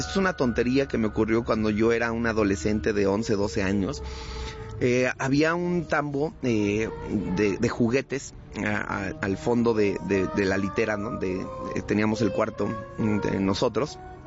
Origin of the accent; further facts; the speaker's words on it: Mixquiahuala, Hidalgo, Mexico; Yo crecí en Mixquiahuala. Crecí en Mixquiahuala y cuando era adolescente iba mucho con mis amigos